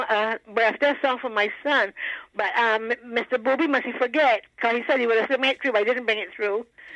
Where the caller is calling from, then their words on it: Barbados; I'm from Barbados also.